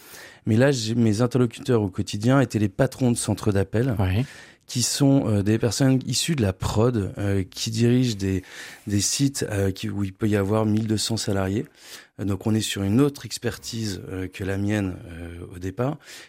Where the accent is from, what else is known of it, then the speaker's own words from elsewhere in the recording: Lille, Hauts-de-France, France; also born or lived in Paris; moi je suis Lillois, j'ai fait ma scolarité à Marcq-en-Barœul, dans la région, et j'ai ensuite fait l'ESC Lille, qui s'appelle maintenant Schema, donc voilà, toutes mes études sur Lille. J'ai commencé à travailler à Paris